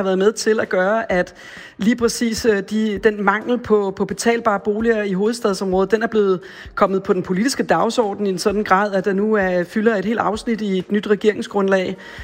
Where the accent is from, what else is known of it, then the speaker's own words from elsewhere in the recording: Copenhagen, Capital Region, Denmark; jeg er jo københavner med stort K, københavnersnude, som nogen sikkert også ville kalde mig.